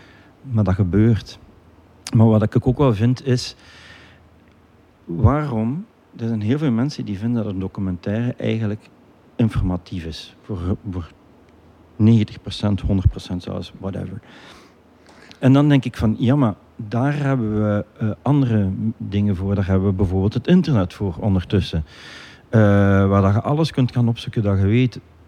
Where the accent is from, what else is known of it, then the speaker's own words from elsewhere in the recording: Belgium; We zijn daar als Belgen heel goed